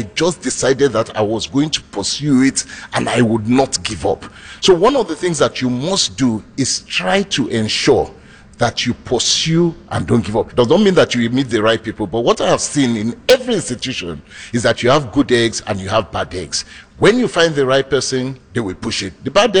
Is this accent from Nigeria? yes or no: yes; Nigeria; they identified that I was a Nigerian